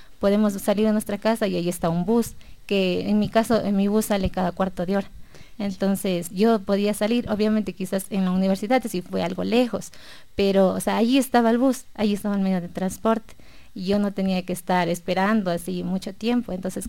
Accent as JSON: {"language": "Spanish", "town": "Quito", "region": "Pichincha", "country": "Ecuador", "tie": "born there", "said": "yo soy de Quito, nací en Quito, mis papás son de Quilajaló"}